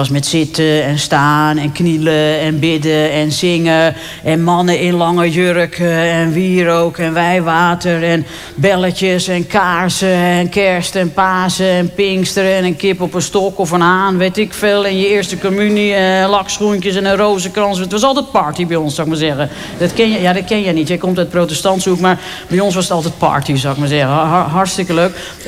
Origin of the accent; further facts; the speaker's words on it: Haarlem, North Holland, Netherlands; Het was weliswaar de wilde jaren 60 dat ik ben geboren. Maar dat was bij ons in Haarlem-Noord kennelijk nog niet helemaal doorgedrongen.